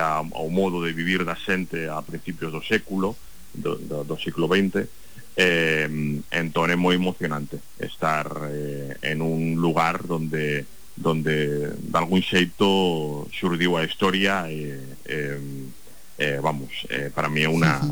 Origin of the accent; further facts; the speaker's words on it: Barcelona, Catalonia, Spain; Galician is a second language; Eu veño de Barcelona.